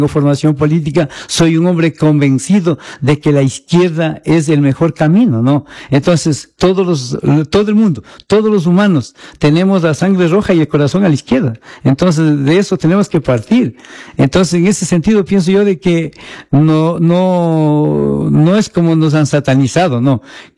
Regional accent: San José de Chimbo, Bolívar, Ecuador; San José de Chimbo a mí no me vio nacer, ¿no? Pero me vio crecer. Y quiero demasiado a Chimbo. Es mi pueblo lindo. Es mi rincón bendito, ¿no? Que donde yo estoy me siento orgullosísimo de haber crecido en Chimbo.

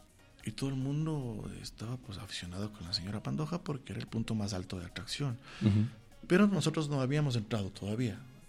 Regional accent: Quito, Pichincha, Ecuador; yo soy ecuatoriano, soy de Quito, de la mitad del mundo.

